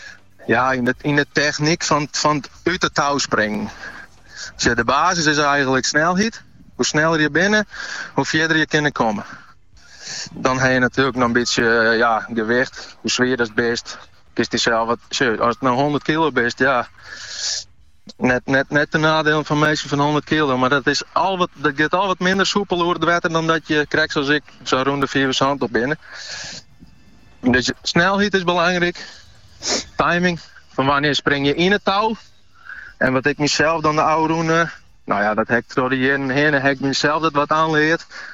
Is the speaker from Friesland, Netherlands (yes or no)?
yes; Akkrum, Friesland, Netherlands; ik kom natuurlijk zelf uit Akrum.